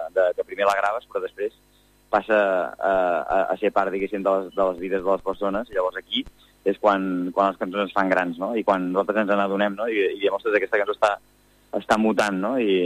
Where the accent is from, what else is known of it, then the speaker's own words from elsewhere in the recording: Terrassa, Catalonia, Spain; nosaltres som de Terrassa, que és una ciutat, mig poble també per la zona on vivim, de Terrassa